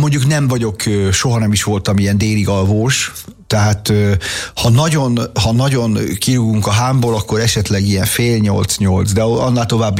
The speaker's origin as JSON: {"language": "Hungarian", "town": "Budaörs", "region": "Pest", "country": "Hungary", "said": "én budaörsi vagyok, tehát átmentünk az óvodába, és az semmi."}